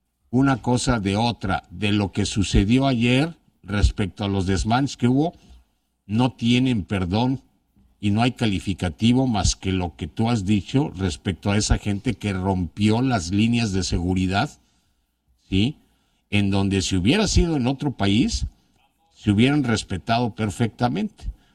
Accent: Mexico; nos una como mexicanos

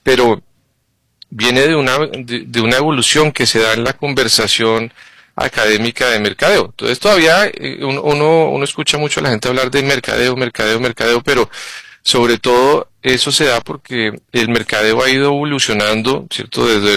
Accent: Colombia; moved away as an adult; also born or lived in Costa Rica / Madrid; Entonces, soy colombiano originalmente, llegué a Costa Rica en el 2000 con Procter & Gamble, ¿cierto? Y he tenido la oportunidad de vivir en muchos lugares, ¿no? En Madrid, ¿cierto?

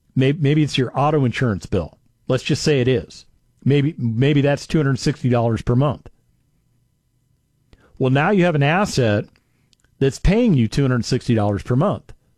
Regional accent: Las Vegas, Nevada, United States; I grew up in Vegas, so I know all about the risks.

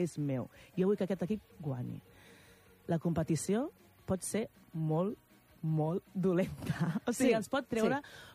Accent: Els Hostalets de Balenyà, Catalonia, Spain; El meu poble, Hostalets de Balanyà, va participar-hi. Va participar-hi l'any 2001, jo tenia 10 anys.

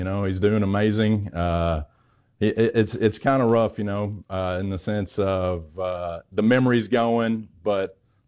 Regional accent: Murray, Kentucky, United States; accent: Southern; I'm in Murray, Kentucky. Oh. Western Kentucky, close to Paducah.

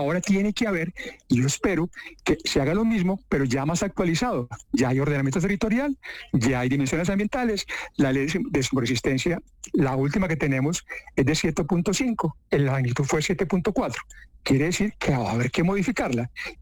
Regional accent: Armenia, Quindío, Colombia; Yo acabo de llegar de mi tierra, yo soy de Armenia.

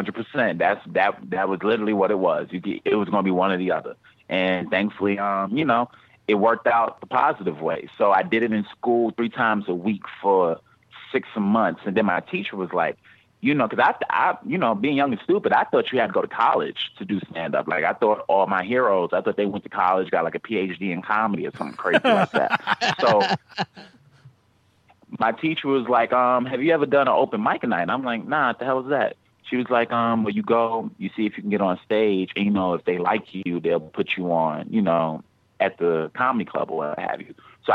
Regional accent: New York, United States; I'm a New Yorker, so I'm from Harlem, New York. You know what I mean? So I come from a project in Harlem called Taft, or as we call it, Taftganistan, just to give you an idea of what I grew up around.

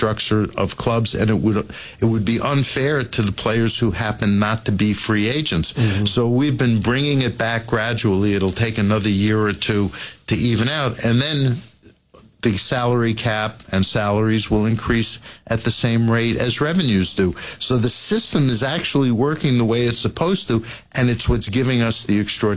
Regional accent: New York, United States; growing up in New York, you had to... all the majors.

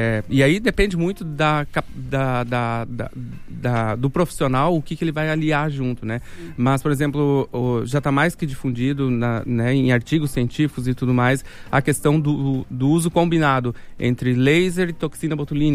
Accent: Espumoso, Rio Grande do Sul, Brazil; now in Porto Alegre, Brazil; eu sou natural de Espumoso.

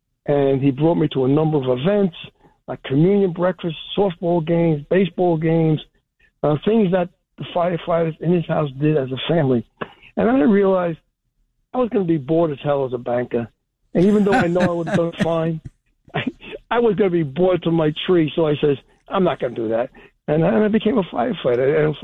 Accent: Brooklyn, New York, United States; born there; also born or lived in Staten Island; I was born in Brooklyn.

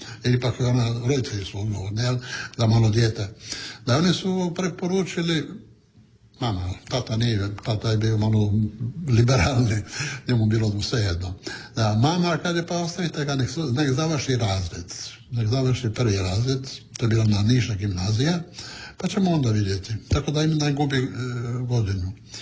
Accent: Pula, Istria County, Croatia; first language Italian; Croatian is a second language; imao sam problema sa jezikom. Mi smo u kući govorili italijanski, sada što italijansku školu u Puli

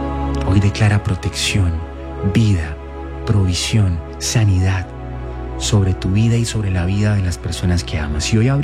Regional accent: Colombia; Estoy en Colombia grabando este mensaje, en mi amada Cali

